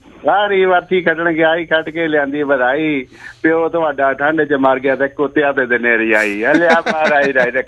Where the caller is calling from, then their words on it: Kandola, Punjab, India; ਮੈਂ ਜੀ ਪਿੰਡ ਕੰਦੋਲੇ ਤੋਂ … ਬਾਤ ਕਰ ਰਿਹਾ ਜੀ।